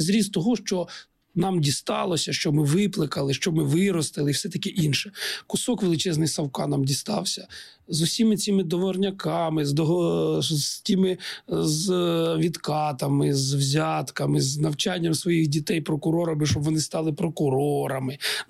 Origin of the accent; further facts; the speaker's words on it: Eastern Ukraine, Ukraine; я східняк.